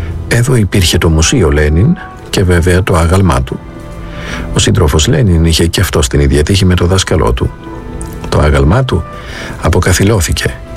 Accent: Greece; Με χαρά άκουσε ότι είμαστε Έλληνες.

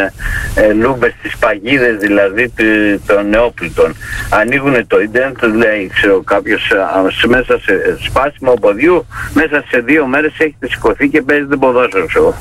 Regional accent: Karpathos, South Aegean, Greece; now in Athens, Greece

